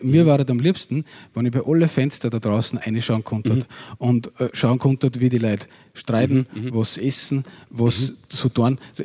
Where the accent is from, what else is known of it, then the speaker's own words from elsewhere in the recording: Upper Austria, Austria; also bei uns im Innviertel gibt es die Liedertafel.